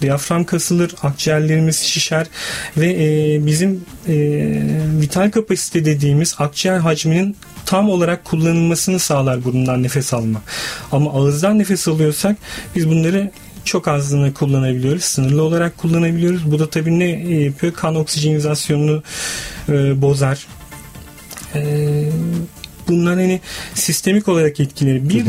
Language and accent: Turkish; Eskişehir, Turkey; Ben Eskişehirliyim. İlk önce onu söyleyeyim.